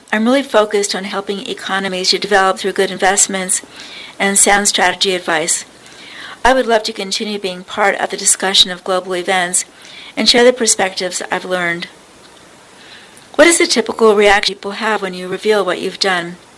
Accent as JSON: {"language": "English", "region": "Indiana", "country": "United States", "tie": "born or raised there"}